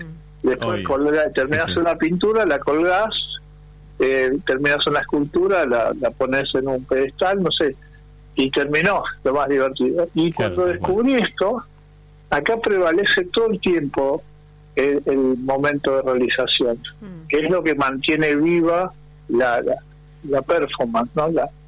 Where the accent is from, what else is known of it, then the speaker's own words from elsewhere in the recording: Ramos Mejía, Buenos Aires Province, Argentina; Soy de Buenos Aires, Buenos Aires. De Ramos Mejía, la provincia de Buenos Aires.